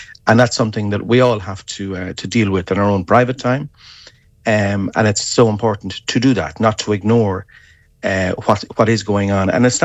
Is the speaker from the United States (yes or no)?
no; Charlestown, Connacht, Ireland; moved away; From Charlestown originally, but moved south a long time ago. I'm gone, I guess, about 35, 36 years now.